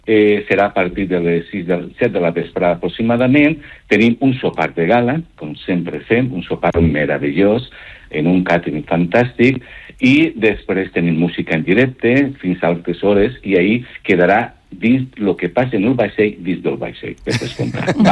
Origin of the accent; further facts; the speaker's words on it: Valencian Community, Spain; Som humans, evidentment, i som valencians.